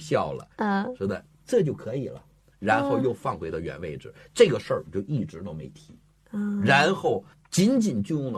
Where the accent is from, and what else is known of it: China